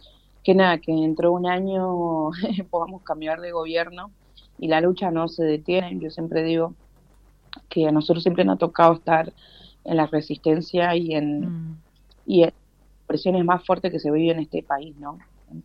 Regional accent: Argentina; nosotros como sociedad argentina

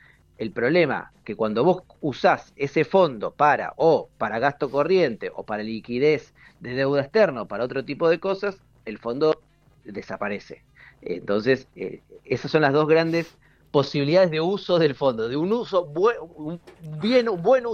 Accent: Buenos Aires, Argentina; somos bastante llorones los porteños.

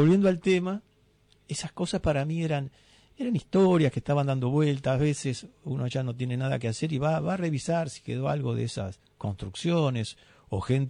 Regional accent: Argentina

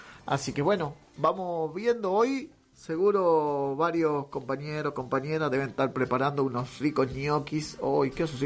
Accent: Jujuy, Argentina; así somos los jujeños

